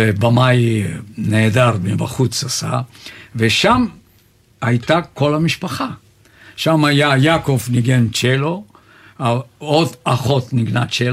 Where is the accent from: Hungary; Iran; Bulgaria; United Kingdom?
Bulgaria; Hebrew is a second language; now in Israel; אבל אני מבולגריה